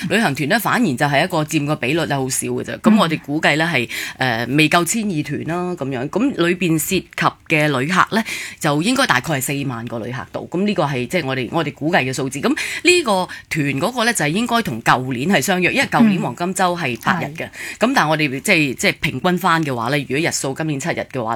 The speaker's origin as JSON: {"language": "Cantonese", "country": "Hong Kong", "said": "我哋香港人"}